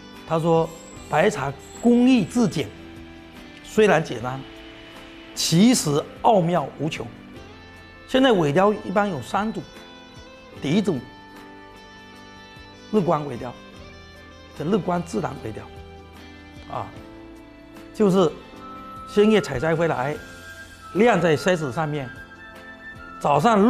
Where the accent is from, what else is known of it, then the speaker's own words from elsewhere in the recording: Fuding, Fujian, China; 我以前的身份证是湖顶县白林公社唐岩大队茶园里啊村，我茶园里，所以说我从小是泡在茶的海洋里面长大的